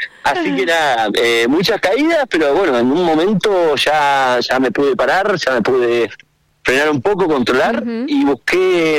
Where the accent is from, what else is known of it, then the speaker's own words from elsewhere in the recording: Cipolletti, Río Negro, Argentina; moved away as an adult; now in Bariloche, Argentina; yo soy de Cipo.